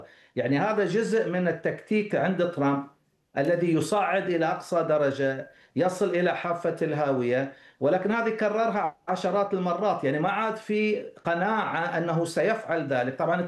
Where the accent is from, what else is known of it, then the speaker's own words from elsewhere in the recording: Kuwait; عندنا في الكويت